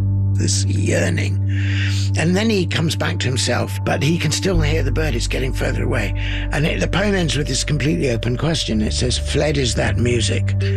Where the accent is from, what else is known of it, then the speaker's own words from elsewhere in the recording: Ibadan, Oyo, Nigeria; born there; Well, yes, I was born in Nigeria, in the town of Ibadan